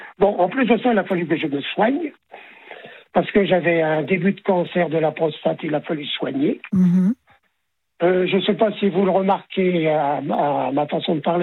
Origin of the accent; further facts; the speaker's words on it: Amiens, Hauts-de-France, France; also born or lived in Villers-Bretonneux; Je suis né à Villers-Bretonneux. J'ai vécu à Villers-Bretonneux jusqu'en 1949. Je suis né en 42. En décembre 42, je suis né chez... 49, on a quitté Villers-Bretonneux. On est allé habiter à Amiens.